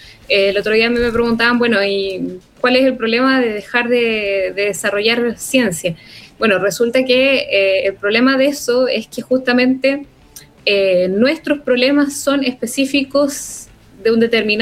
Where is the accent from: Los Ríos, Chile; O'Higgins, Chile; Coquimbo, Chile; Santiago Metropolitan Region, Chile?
Coquimbo, Chile; moved away; vengo de la región de Coquimbo. Entonces, no es casualidad, es un tema que experimenté a modo personal viniendo del norte de Chile